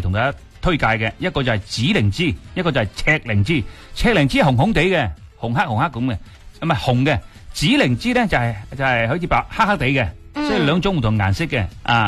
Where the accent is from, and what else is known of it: Guangdong, China